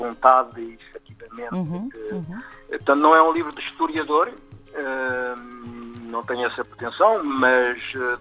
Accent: France; aqui somos franceses, sou francês, obviamente.

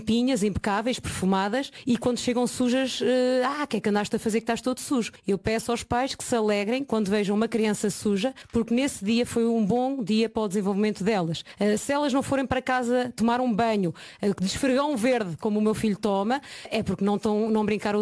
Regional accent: Donfins, Centro, Portugal; moved away as an adult; now in Azores, Portugal; Talvez um dia, para a reforma, voltarei para a minha aldeia de Donfins de Jarmel

